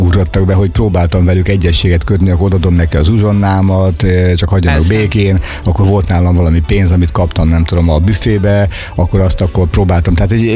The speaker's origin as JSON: {"language": "Hungarian", "town": "Battonya", "region": "Békés", "country": "Hungary", "tie": "born or raised there", "said": "Én Batonyán nőttem fel, egy kis faluban ráadásul, tehát hogy nem is egy nagyváros elhagyatott utcáján, hanem ott mindenki ismert mindenkit"}